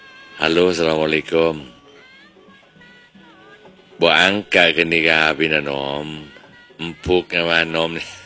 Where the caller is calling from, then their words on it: Rubaru, East Java, Indonesia; Saya dari Rubaru, ki ….